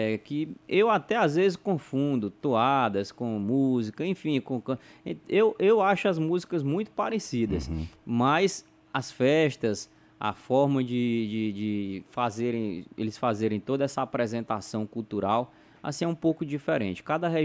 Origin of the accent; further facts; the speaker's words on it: Teresina, Piauí, Brazil; Eu sou natural de Teresina, no Piauí.